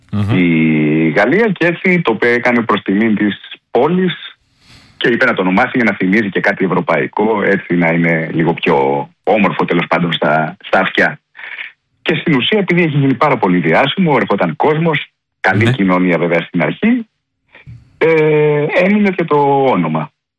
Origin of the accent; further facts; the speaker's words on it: Piraeus, Attica, Greece; Είμαι και από τον Πειραιά.